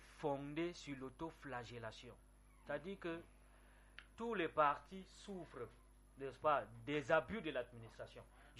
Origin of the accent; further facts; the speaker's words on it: Cameroon; Nous sommes Camerounais.